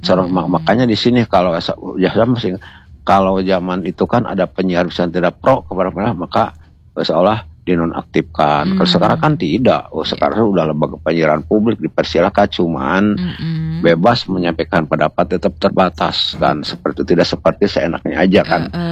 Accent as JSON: {"language": "Indonesian", "town": "Bogor", "region": "West Java", "country": "Indonesia", "tie": "born there", "said": "maka lahirlah saya di Bogor itulah seperti itu. Jadi tetap darah-darah Aceh saya tetap tidak bisa hilang kan seperti itu kan dari kakek saya"}